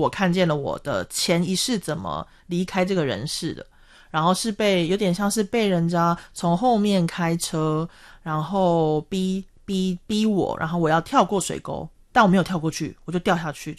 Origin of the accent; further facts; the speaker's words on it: Japan; Chinese is a second language; 对，然后我是一个日本人